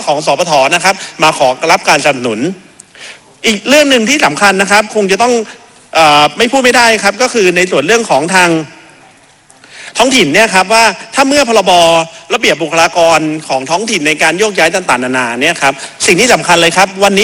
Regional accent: Samut Sakhon, Thailand; ผมเอามาจากจังหวัดสมุทรสาครของผมเอง

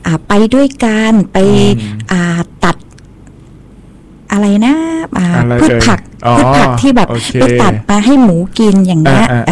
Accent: Nan Province, Nan, Thailand; moved away as an adult; now in Chiang Mai, Thailand; พี่มาจากจังหวัดน่านอยู่บ้านป่ากลาง

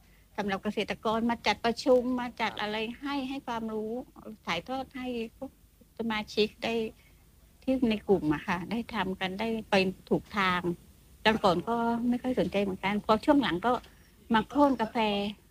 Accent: Surat Thani, Thailand; moved away as an adult; now in Ranong, Thailand; พี่เป็นคนสุราษฎร์แต่มาสร้างสวนที่ชุมพรของค่ายอำเภอสวี

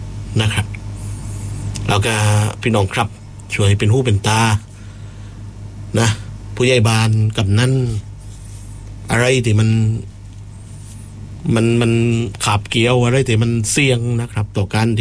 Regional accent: Phuket, Thailand; ในฐานะคนภูเก็ตคนนึงนะครับผมบรรพบุรุษผม200กว่าปีอยู่ที่ภูเก็ตเราเป็นคนภูเก็ตแต่กำเนิด

